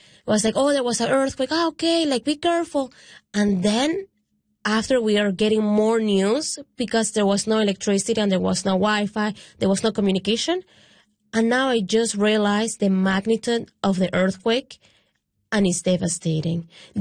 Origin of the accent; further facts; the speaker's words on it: Venezuela; now in Canada; Like, I'm here in Newfoundland, but I'm from Venezuela, and those are my people